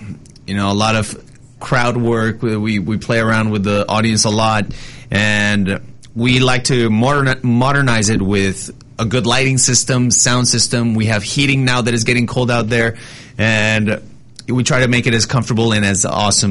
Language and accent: English; Texas, United States; We spent we are from Texas. We spent a long time of the year there.